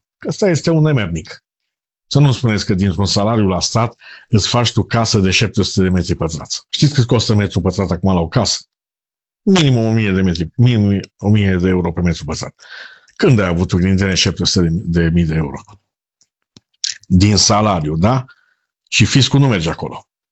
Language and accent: Romanian; Romania; Noi suntem europeni, după aia suntem români.